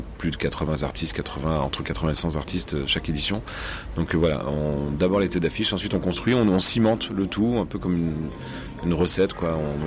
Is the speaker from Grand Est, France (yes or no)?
yes; Grand Est, France; Je viens de l'Est de la France, donc je crois que la proximité de l'Allemagne fait qu'on est très rigoureux.